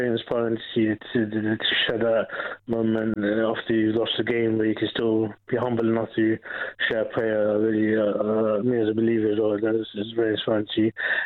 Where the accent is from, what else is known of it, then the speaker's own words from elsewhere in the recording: England, United Kingdom; And I'm from England. I said, I'm dual citizenship.